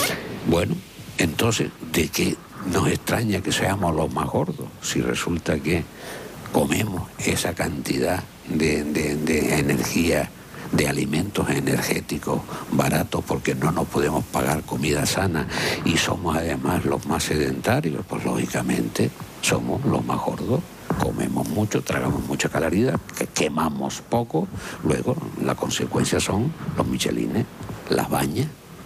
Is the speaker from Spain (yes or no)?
yes; Canary Islands, Spain; los canarios somos de 17 comunidades, los primeros en consumo de mantequilla